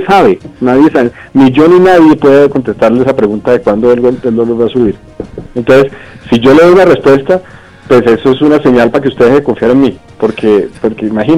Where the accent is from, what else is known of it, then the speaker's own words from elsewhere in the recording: Cali, Valle del Cauca, Colombia; born there; yo nací en Cali